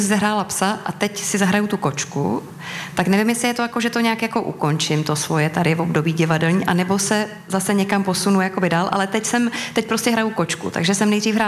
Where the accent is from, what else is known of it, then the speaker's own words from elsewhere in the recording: Písek, South Bohemian Region, Czechia; moved away; já jsem z Písku, my tam máme nádhernou uměleckou školu, jsme měli u té Putimské brány, Písek je krásný historický město